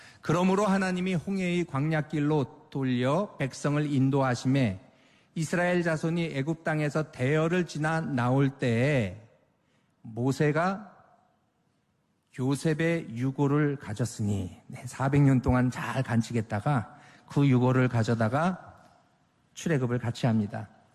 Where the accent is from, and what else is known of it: South Korea